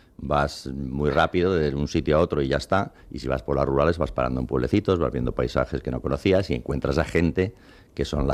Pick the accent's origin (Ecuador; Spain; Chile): Spain; now in United States; Sí, porque yo soy ciudadano americano, soy español, porque nací aquí y tal, y fui al Colegio de los Sagrados Corazones, y luego te conocí a ti, estuvimos en la radio y tal